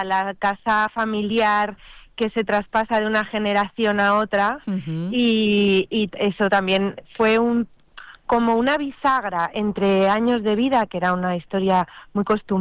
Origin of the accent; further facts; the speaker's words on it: Huesca, Aragon, Spain; moved away as an adult; now in Barcelona, Spain; Huesca es mi raíz. Aragón en general, ¿no? Pero sobre todo el Alto Aragón, Huesca, Altozamontano. Me siento muy vinculada a mi tierra y fíjate que mis dos primeras novelas, a pesar de llevar más de 20 años aquí en Barcelona